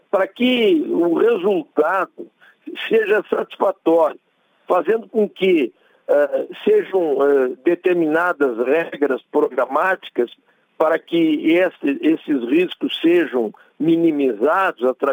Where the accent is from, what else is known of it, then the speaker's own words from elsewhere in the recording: Rio Grande do Sul, Brazil; eu estou falando particularmente aqui do Rio Grande do Sul, porque sou gaúcho e vivo aqui